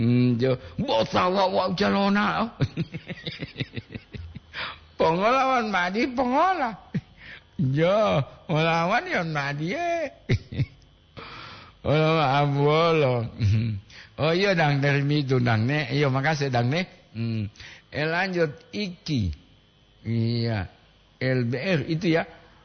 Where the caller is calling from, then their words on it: Bitung, North Sulawesi, Indonesia; Nah, ini gua dari Bitung. Nu bekerja di kapal, Kang.